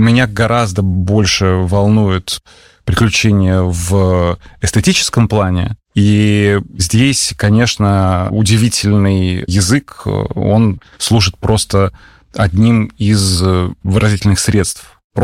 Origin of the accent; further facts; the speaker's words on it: Saint Petersburg, Russia; moved away as an adult; now in Yerevan, Armenia; я же из Петербурга